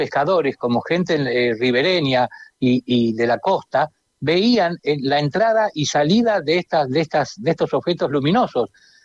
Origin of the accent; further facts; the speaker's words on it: Argentina; Yo investigo en mi país, en Argentina, lo hemos recorrido de norte a sur.